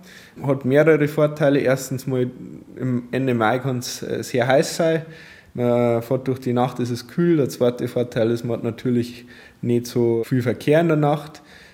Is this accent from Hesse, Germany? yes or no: no; Menkofen, Bavaria, Germany; ich komme aus Bayern, bin in Bayern aufgewachsen, bin da verwurzelt